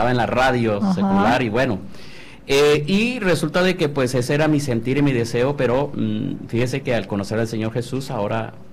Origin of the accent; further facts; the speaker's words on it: Caribbean Region, Colombia; Bueno, como buen costeño, yo quería, cuando no conocía al Señor, estaba joven, quería ser locutor, narrar fútbol, ser locutor de música vallenata.